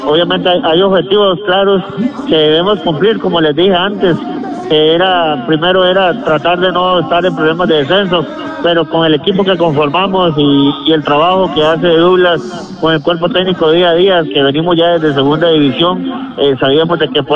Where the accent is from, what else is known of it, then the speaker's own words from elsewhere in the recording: Guanacaste, Costa Rica; porque es que yo soy de Guanacaste y que ahí están los mejores jugadores